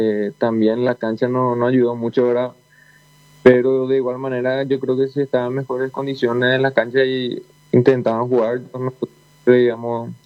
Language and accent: Spanish; Mariano Roque Alonso, Central, Paraguay; Sí, de Mariano, así mismo.